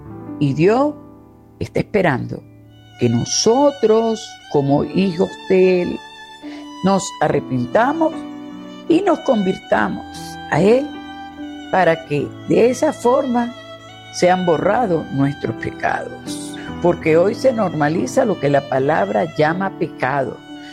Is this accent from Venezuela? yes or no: yes; Venezuela; en contra de todos nosotros como venezolanos